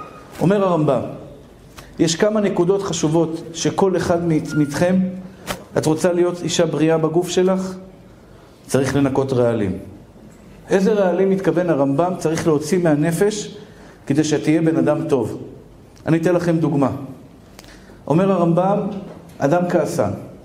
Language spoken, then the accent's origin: Hebrew; Tel Aviv, Tel Aviv District, Israel; עכשיו, אני גדלתי בשכונת התקווה.